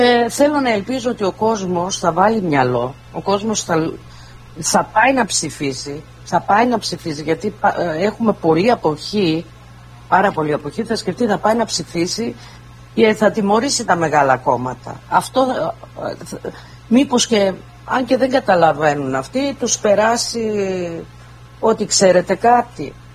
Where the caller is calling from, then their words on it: Eastern Macedonia and Thrace, Greece; Στη Θράκη επάνω έχουμε γεμίσει. Πήγα στο χωριό μου